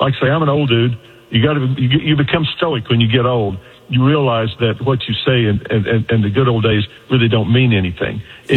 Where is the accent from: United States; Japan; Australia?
United States; Bartlesville, Oklahoma; we've got the only skyscraper that Frank Lloyd Wright built right up here in Martinsville, which is my hometown, best damn town in the country.